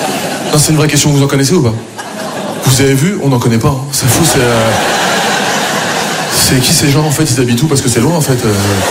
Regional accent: France; Non, je suis fier de mes origines et je suis fier d'être français, moi aussi.

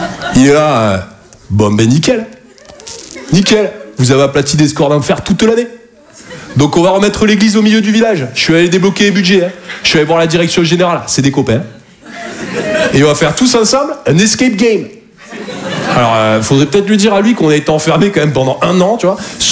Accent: Toulouse, Occitanie, France; je viens de Toulouse à la base.

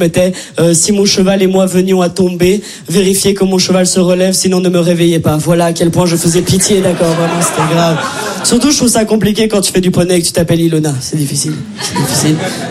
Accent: Brussels, Belgium; accent: Brussels

